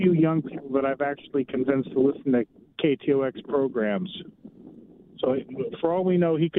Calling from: Longview, Washington, United States; I'm from Longview, Washington.

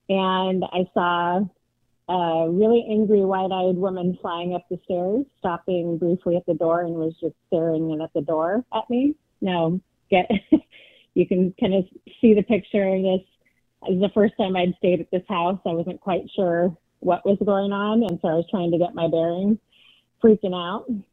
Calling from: Portland, Oregon, United States; I'm from Portland, Oregon as well.

